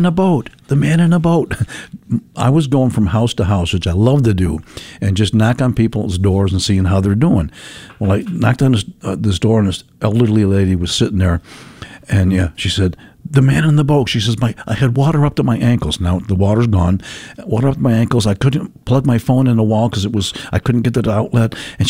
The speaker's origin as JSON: {"language": "English", "town": "Buffalo", "region": "New York", "country": "United States", "said": "And I have my name tag on New York. I'm from Buffalo, New York."}